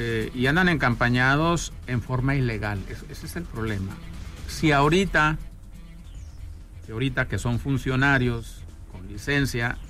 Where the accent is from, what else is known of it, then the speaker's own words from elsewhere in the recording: Mexico; lo que no hacemos nosotros como mexicanos